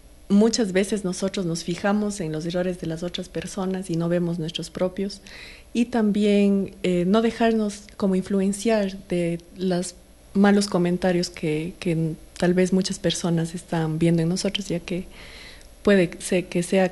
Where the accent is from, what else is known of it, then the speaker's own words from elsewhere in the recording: Cuenca, Azuay, Ecuador; accent: Cuencano; now in Macas, Ecuador; Yo nací en Macas, mi mamá es de Macas, pero yo crecí y estudié en Cuenca. Por eso tengo acento cuencano. Vivo acá hace más o menos 6 años.